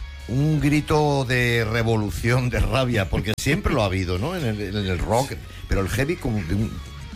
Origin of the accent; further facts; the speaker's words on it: Madrid, Community of Madrid, Spain; born there; Yo nací en O'Donnell también, mira, otra cosa que nos une.